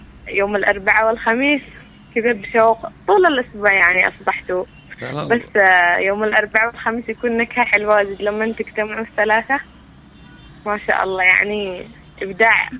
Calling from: Taiz, Taiz Governorate, Yemen; نحن من عاد احنا صغر نحتفل بالمولد، وبالذات يعني عندنا بتعز

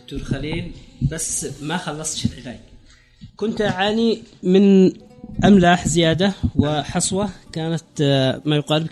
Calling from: Raymah, Yemen; انا من ريما

